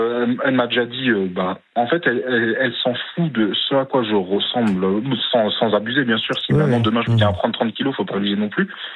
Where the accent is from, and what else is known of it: Grand Est, France